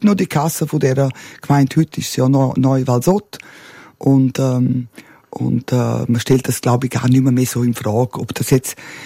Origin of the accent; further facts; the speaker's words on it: Martina, Graubünden, Switzerland; Martin war ein Grenzort. Wir sind ja im Hotel aufgewachsen, nebenzu ein Kiosk und eine Tankstelle, ein Familienbetrieb, ein klassischer Familienbetrieb.